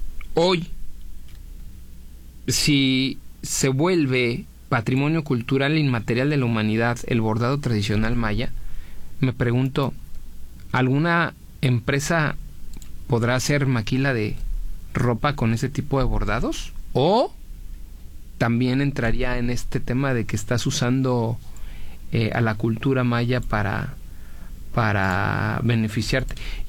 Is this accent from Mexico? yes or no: yes; Mexico; Y yo como mexicano también tengo un derecho sobre ellas